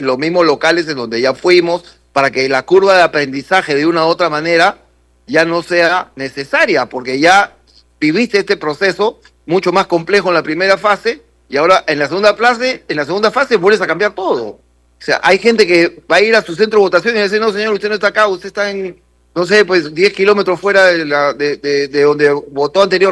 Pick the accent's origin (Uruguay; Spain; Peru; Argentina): Peru